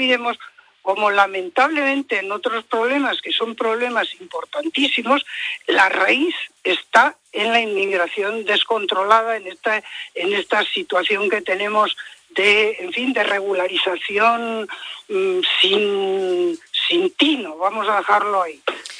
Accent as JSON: {"language": "Spanish", "country": "Spain"}